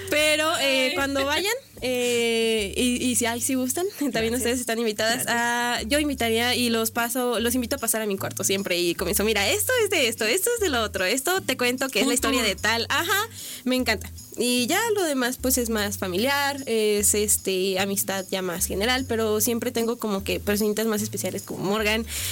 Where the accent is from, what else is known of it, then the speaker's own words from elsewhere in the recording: Aguascalientes, Mexico; born there; also born or lived in Veracruz; Soy de Aguascalientes, okay. Pero es que me adoptaron aquí. O sea, aquí nací, aquí me adoptaron y luego me llevaron a vivir a Veracruz porque ahí consiguió papá trabajo. Y porque creo que sí, él sí es de Veracruz. Y ya, pero nos regresamos porque la inseguridad allá sí estaba fea.